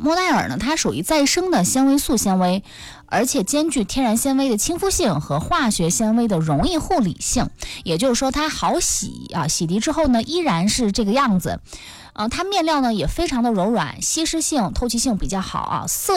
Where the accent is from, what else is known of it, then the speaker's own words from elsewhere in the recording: Northeast China, China; 我们东北人